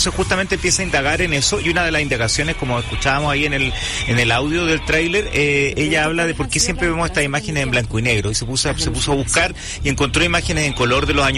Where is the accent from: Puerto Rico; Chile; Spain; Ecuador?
Chile; porque justamente habla de cómo somos los chilenos respecto a esto.